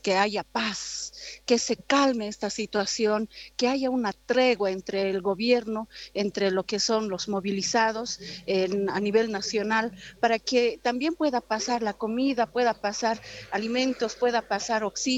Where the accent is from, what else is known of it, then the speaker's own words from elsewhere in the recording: Bolivia; somos bolivianos